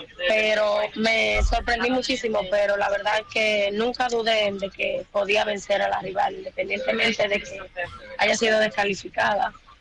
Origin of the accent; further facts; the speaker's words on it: San Francisco de Macorís, Duarte, Dominican Republic; mi pueblo San Francisco de Macorís.